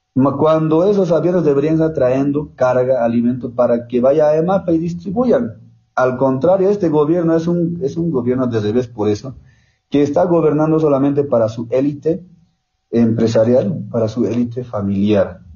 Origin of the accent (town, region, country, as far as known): Bolivia